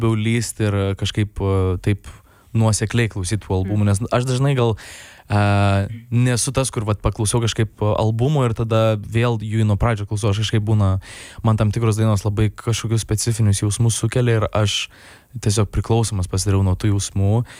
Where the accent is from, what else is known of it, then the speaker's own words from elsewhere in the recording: Kaunas, Kaunas County, Lithuania; Užaugau Kaune, Dainavos rajone.